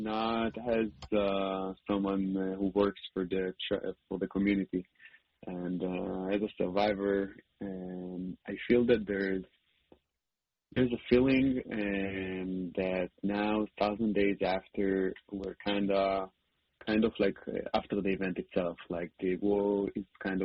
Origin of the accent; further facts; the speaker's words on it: Holon, Tel Aviv District, Israel; the club that he goes in Holon, my hometown.